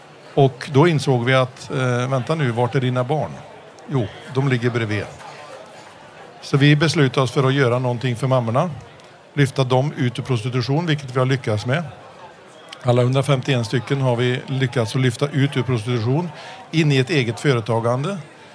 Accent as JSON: {"language": "Swedish", "country": "Ethiopia", "tie": "born or raised there", "moved": "yes", "said": "Eftersom jag är uppväxt i Etiopien och har sett fattigdom och brist på mat."}